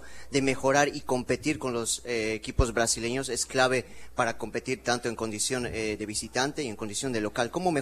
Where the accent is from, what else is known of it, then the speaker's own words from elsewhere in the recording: Bolivia; acá periodista boliviano